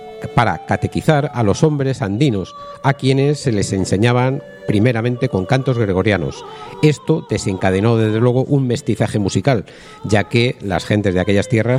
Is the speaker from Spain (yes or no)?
yes; Spain